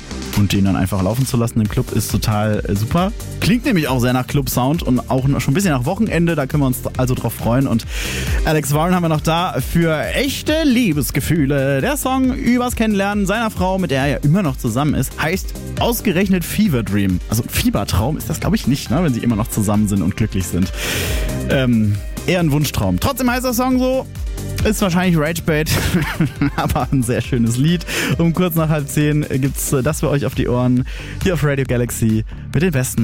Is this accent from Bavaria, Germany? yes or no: yes; Bavaria, Germany